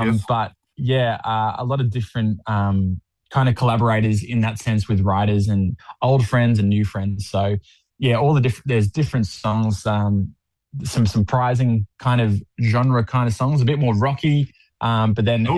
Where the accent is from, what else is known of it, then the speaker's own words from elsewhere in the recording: Cronulla, New South Wales, Australia; moved away; also born or lived in Gymea; I grew up in Cronulla